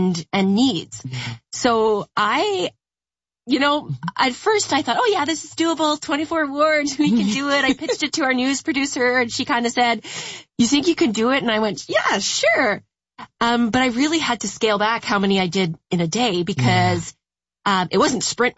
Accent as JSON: {"language": "English", "town": "Ottawa", "region": "Ontario", "country": "Canada", "tie": "born or raised there", "said": "And I grew up in Ottawa"}